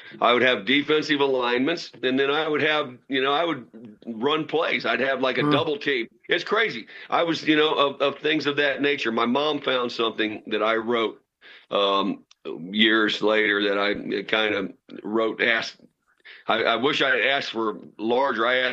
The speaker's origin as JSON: {"language": "English", "town": "St. Charles", "region": "Missouri", "country": "United States", "tie": "born or raised there", "said": "I grew up in St. Charles, Missouri, which is a suburb of St. Louis."}